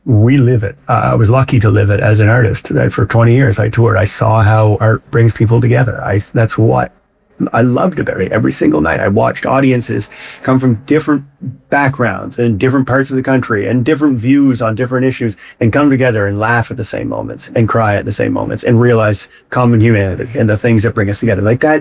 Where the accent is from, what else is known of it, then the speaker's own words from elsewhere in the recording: Fredericton, New Brunswick, Canada; Fredericton right now in my hometown, Come From Away is showing in Fredericton.